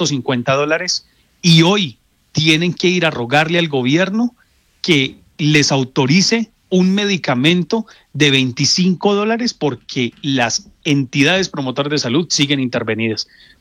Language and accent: Spanish; Pereira, Risaralda, Colombia; now in Bogotá, Colombia; yo estoy en Bogotá, mi familia es de Pereira, yo soy de Pereira, estoy tratando de irme para Pereira